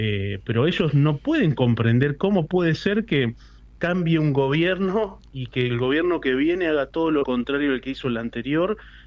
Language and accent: Spanish; Tierra del Fuego, Argentina; en el caso nuestro, ¿no?, hablo de Tierra del Fuego